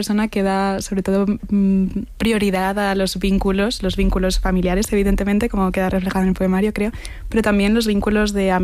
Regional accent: Madrid, Community of Madrid, Spain; Pues el pueblo, claro, he crecido y he vivido y vivo en Madrid, y me gusta mucho Madrid, me parece muy bello

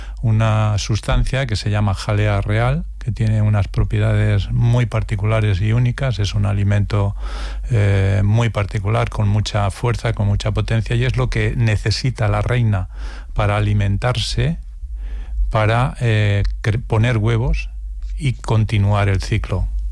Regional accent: Porzuna, Castilla-La Mancha, Spain; A los 8 años tuve mi primer contacto en mi pueblo. Yo soy de Ciudad Real, de Porzuna.

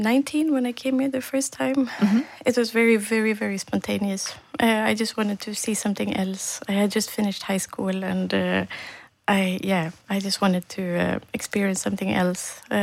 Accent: northern Sweden, Sweden; So I grew up in Sweden, or I'm born in Sweden. Mm-hmm. My parents or my family came as Bosnian refugees to Sweden. Mm-hmm. I grew up there in the north of Sweden

